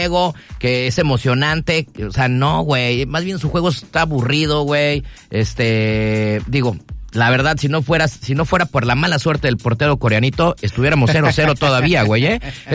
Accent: Mexico; claro que soy mexicano

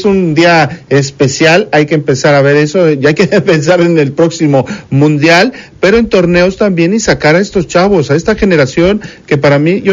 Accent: Mexico

